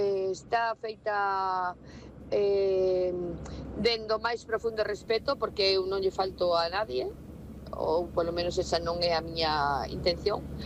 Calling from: Vigo, Galicia, Spain; A ver, boas noites

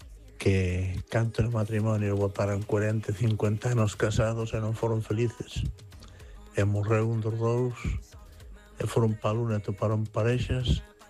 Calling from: Vigo, Galicia, Spain

